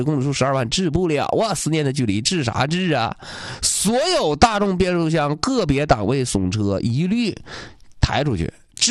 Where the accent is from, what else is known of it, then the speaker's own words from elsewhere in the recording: Liaoyuan, Jilin, China; now in Changchun, China; 我回辽源老家，我吉林省东辽县